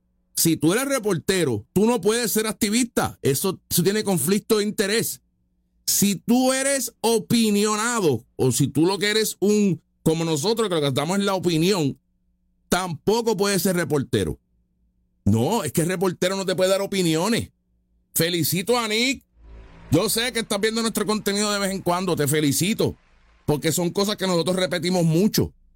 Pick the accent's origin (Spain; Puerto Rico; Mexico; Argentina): Puerto Rico; nosotros somos puertorriqueños, somos magas, somos conservadores